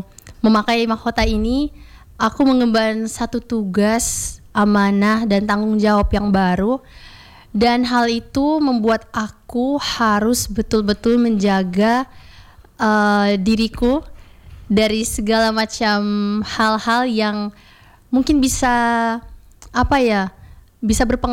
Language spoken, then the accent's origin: Indonesian; Ende, East Nusa Tenggara, Indonesia; aku tumbuh besar di ND, Flores, Nusa Tenggara Timur, tanah yang kaya akan alamnya, budayanya, juga cara hidup masyarakat yang unik ya